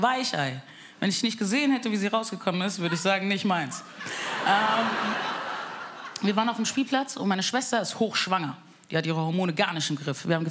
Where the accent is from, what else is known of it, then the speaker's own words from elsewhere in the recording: Bavaria, Germany; now in Frankfurt, Germany; Mein Migrationshintergrund sieht man mir an. Ich bin aus Frankfurt. Spaß, ich bin eigentlich aus Bayern. Wirklich, bordisch Mädel.